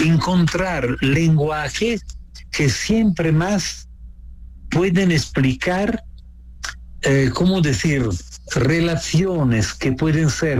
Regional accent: Italy; Spanish is a second language; pero yo soy italiano y te pido de perdonarme.

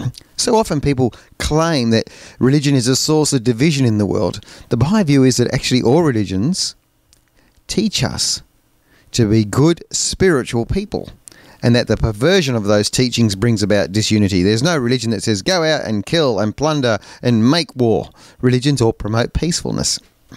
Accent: Australia; we are all Australian and we all are proud of our country and would die for our country

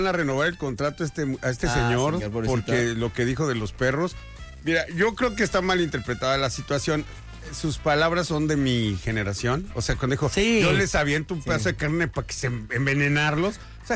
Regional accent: Mexico City, Mexico; accent: chilango; Me sale más como chilango.

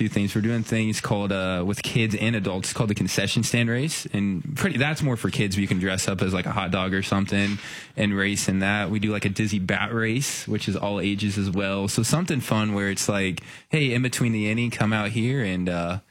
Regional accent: Mount Zion, Illinois, United States; I'm originally just down the road in Mount Zion, Illinois

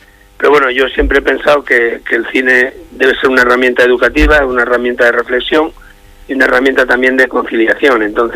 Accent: Valderredible, Cantabria, Spain; Sinceramente, amo a mi tierra del sur, a Valderredible, Campó, pero es cierto que muchas veces, pues estamos, pues olvidados por nuestros propios compañeros de origen, de Cantabria, ¿no?

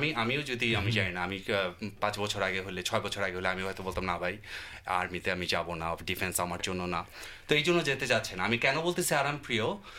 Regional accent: Bangladesh; now in Australia

